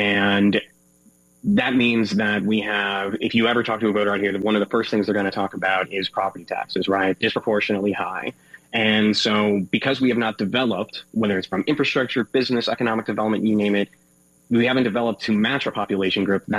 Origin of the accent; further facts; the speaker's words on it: Oswego, Illinois, United States; So I grew up here in Kendall County. Oswego is my hometown. I went to Oswego High School.